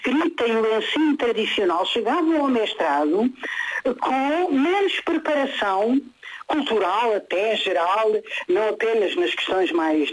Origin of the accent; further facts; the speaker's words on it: Alentejo, Portugal; Eu sou alentejana, não é? E, portanto, no sítio onde eu nasci não havia universidades, nem sequer um liceu, havia colégios, não é? E depois eu tive que sair, não é, para poder fazer os diversos graus.